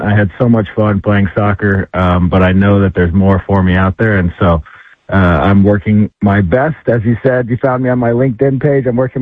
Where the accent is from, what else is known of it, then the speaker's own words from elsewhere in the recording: Indianapolis, Indiana, United States; Obviously, growing up in Indianapolis, I had basketball.